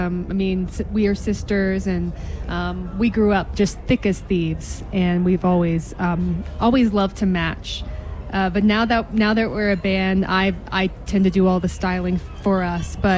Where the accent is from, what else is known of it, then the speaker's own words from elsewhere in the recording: Georgia, United States; growing up in North Georgia, we of course had access to a lot of picking parties and bluegrass festivals.